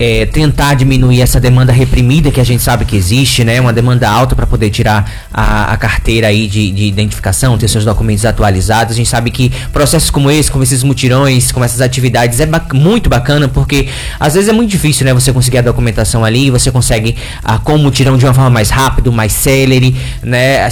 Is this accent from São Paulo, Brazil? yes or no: no; Ibotirama, Bahia, Brazil; now in Salvador, Brazil; Lá na minha cidade mesmo, em Botirama